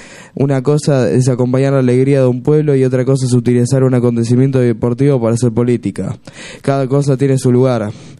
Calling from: Argentina; como argentino me da tristeza ver ciertas actitudes

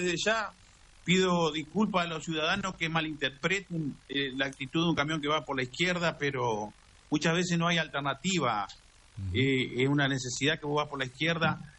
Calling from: Concordia, Entre Ríos, Argentina; Y yo estoy en Concordia.

